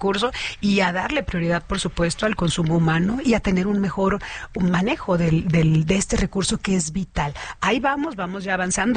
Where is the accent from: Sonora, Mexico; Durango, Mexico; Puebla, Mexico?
Sonora, Mexico; Hermosillo; Yo soy de Hermosillo.